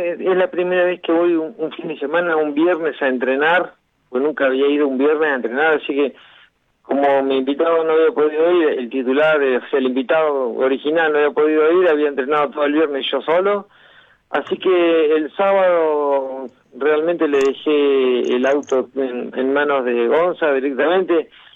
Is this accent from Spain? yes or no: no; Argentina; Realmente, como argentino, uno se siente muy orgulloso